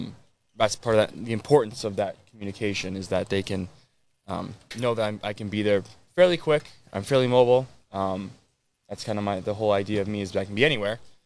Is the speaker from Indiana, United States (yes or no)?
no; St. Joseph, Michigan, United States; Born and raised in St. Joe and grew up coming to the art fair.